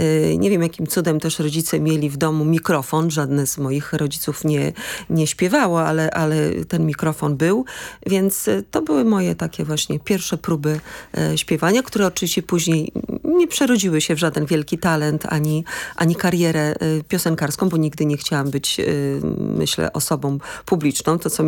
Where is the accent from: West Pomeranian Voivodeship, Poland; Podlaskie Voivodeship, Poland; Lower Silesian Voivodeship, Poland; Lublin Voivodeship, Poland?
West Pomeranian Voivodeship, Poland; Szczecin; bo ja się urodziłam w Szczecinie i pierwsze swoje lata młodości spędziłam dzieciństwa w Szczecinie